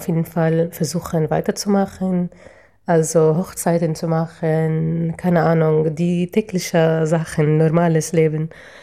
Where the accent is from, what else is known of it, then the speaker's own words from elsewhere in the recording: West Bank, Palestine; German is a second language; Erstens fühlt sich gut, weil ich bin mit Familie, mit meiner Heimatstadt, wo ich kann auch meine Muttersprache sprechen